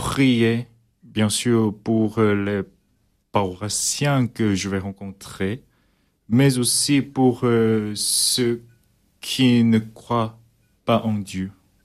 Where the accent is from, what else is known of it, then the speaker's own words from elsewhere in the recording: South Korea; French is a second language; moved away as an adult; now in France; Quand je suis entré au séminaire en Corée, je n'avais que 18 ans.